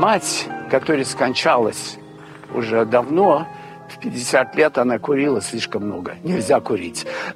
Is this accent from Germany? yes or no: yes; Wiesbaden, Hesse, Germany; also born or lived in Lithuania; И я родился в Литве. Потом, когда Сталин и Гитлер разделили все, у нас одна вилка балтийцев, немецких балтийцев. На этом, из-за этого мы могли выехать в Германию. Я тут вырос и так далее. И тут, конечно, я крещенный православный.